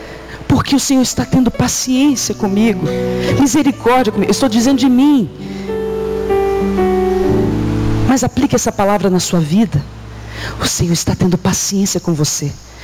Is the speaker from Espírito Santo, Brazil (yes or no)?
yes; Vitória, Espírito Santo, Brazil; moved away; eu sou de Vitória, no Espírito Santo.